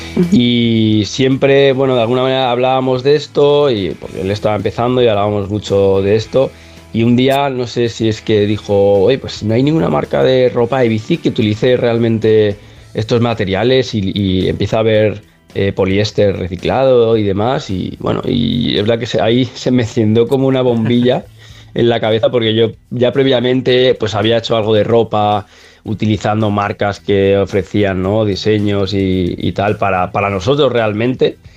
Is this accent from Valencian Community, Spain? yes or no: no; Madrid, Community of Madrid, Spain; born there; moved away as an adult; now in Mallorca, Spain; desde que soy adolescente, yo vivía en Madrid al lado del Pardo